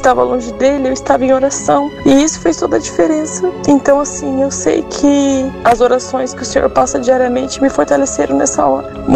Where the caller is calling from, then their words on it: Campinas, São Paulo, Brazil; eu sou de Campinas.